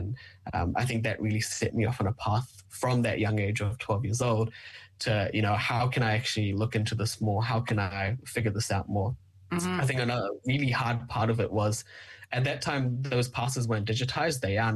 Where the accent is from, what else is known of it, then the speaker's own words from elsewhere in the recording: Fiji; Our parents, my grandparents, my great grandparents have all been born and raised in Fiji as well. So we have a very close connection to Fiji. And so we didn't think much of it at that time. You know, it's Fiji, we're Fijian Indian